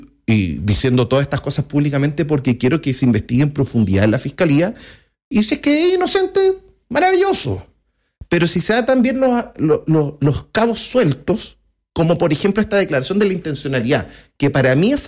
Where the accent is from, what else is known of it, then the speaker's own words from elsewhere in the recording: Antofagasta, Chile; Yo soy de Antofagasta.